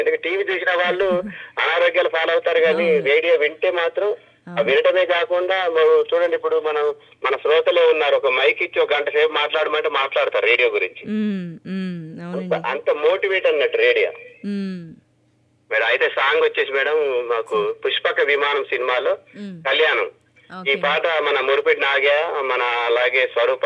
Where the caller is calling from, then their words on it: Rampuram, Telangana, India; Madam, మాది రాంపురం గ్రామం, భద్రాద్రి కొత్తగూడెం జిల్లా.